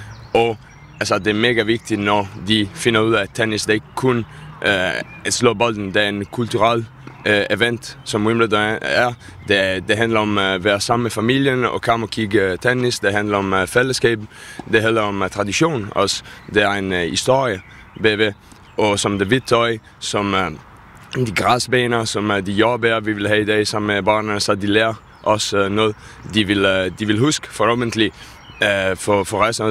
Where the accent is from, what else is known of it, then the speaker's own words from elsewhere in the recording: Italy; Danish is a second language; now in Denmark; jeg er ikke fra Danmark, jeg kommer fra Italien.